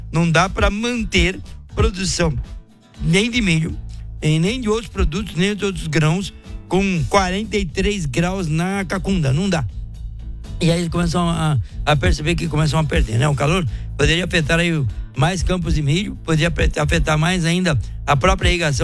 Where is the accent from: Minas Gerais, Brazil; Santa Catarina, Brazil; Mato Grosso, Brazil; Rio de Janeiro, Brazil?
Santa Catarina, Brazil; Ipumirim; Trocão e Monange, bom dia pra vocês … sou de Ipumirim.